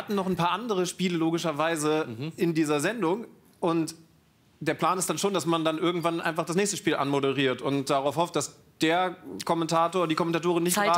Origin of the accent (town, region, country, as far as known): Lower Saxony, Germany; born or raised there